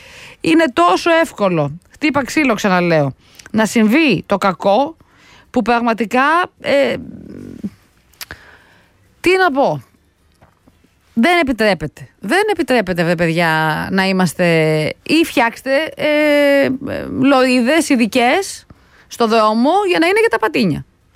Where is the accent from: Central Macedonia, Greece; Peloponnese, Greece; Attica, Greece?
Peloponnese, Greece; κάτω στην Πελοπόννησο, στο χωριό μου